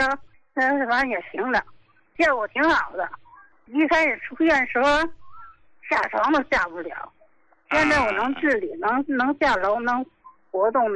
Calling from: Qinhuangdao, Hebei, China; 我是秦皇岛的，我今年68了。

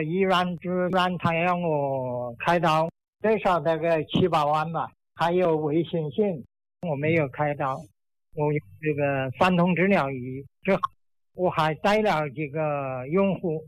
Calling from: Xiaogan, Hubei, China; 我是孝感市开发区。

